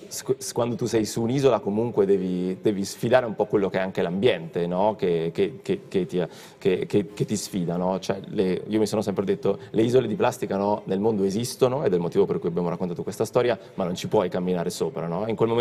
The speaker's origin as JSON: {"language": "Italian", "town": "Verona", "region": "Veneto", "country": "Italy", "moved": "yes", "lives_now": "Milan, Italy", "said": "io non sono di Milano, sono di Verona, ok, di origine"}